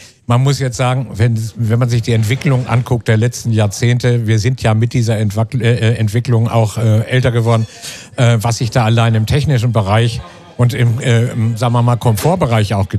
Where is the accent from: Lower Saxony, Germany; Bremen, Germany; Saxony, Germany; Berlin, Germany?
Bremen, Germany; moved away; Ich bin nun gebürtiger Bremer